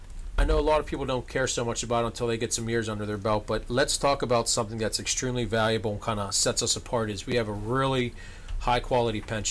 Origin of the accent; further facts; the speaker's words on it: Pittsburgh, Pennsylvania, United States; I grew up down in the Pittsburgh area, so I had, within driving distance, I had three different troops all around me